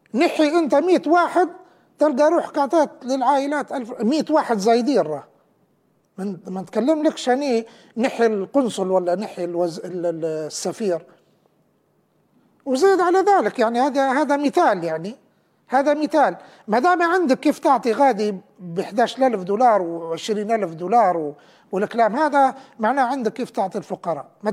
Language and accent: Arabic; Libya; كلنا كليبيين